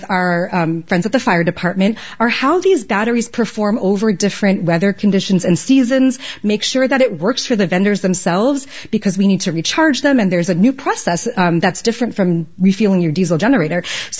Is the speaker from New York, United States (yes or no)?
yes; New York City, New York, United States; No, I was just kind of curious as a New Yorker